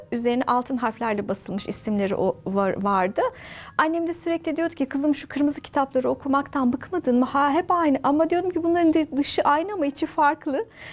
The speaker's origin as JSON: {"language": "Turkish", "region": "Sakarya", "country": "Turkey", "tie": "born or raised there", "moved": "as an adult", "said": "Ben Sakarya'da şehre yakın bir köyde yetiştim. 19 yaşına kadar orada yaşadım."}